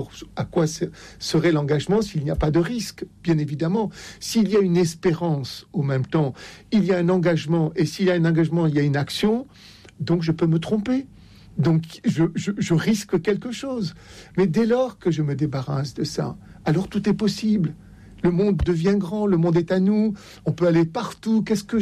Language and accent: French; Oran, Oran Province, Algeria; born there; Je suis né à Oran.